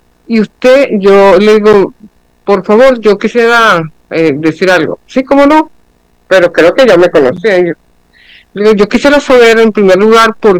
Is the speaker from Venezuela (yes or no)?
yes; Venezuela